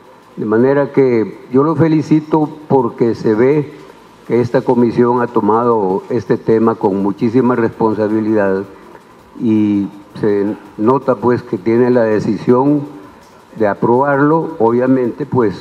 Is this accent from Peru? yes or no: no; Honduras; todos somos, pues, como hondureños